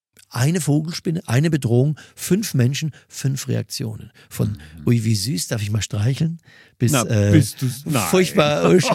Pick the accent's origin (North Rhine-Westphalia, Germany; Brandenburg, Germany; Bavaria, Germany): Bavaria, Germany; Mühldorf am Inn